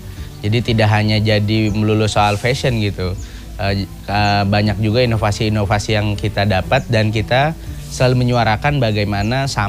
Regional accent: Bantar Gebang, West Java, Indonesia; born there; Kita sudah terlanjur lahir di Bantar Gebang dan kita sudah terlanjur diwariskan gunung sampah sebesar ini.

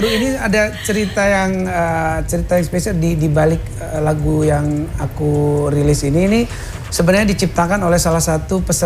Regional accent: Sumatra, Indonesia; karena aku memang gede di Sumatera itu, memang rohnya, roh Bataknya kuat banget.

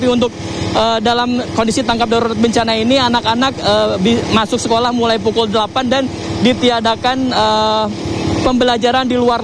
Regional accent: Java, Indonesia; saya sebagai orang Jawa yang pertama kali datang ke Kalimantan

